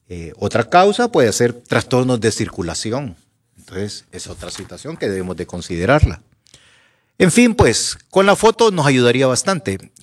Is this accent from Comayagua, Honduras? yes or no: yes; La Trinidad, Comayagua, Honduras; El otro día platicaba yo con unos niños de allá de mi pueblo, la Trinidad Comayagua.